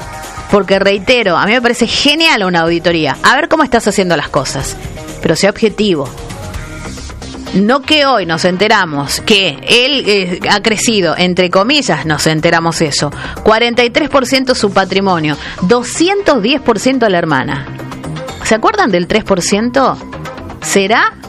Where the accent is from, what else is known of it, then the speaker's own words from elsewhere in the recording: Argentina; Entonces, como argentinos no tenemos que permitir